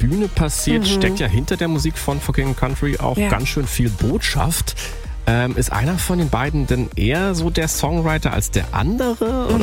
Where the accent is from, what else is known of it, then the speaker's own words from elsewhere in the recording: Germany; als Deutscher